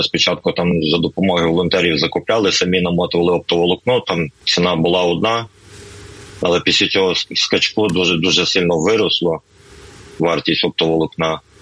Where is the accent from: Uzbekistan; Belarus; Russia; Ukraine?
Ukraine; Volyn Oblast; now in Lviv, Ukraine; Сам родом з Волинської області, але склалося так життя, що з 13-го року проживав у Львові.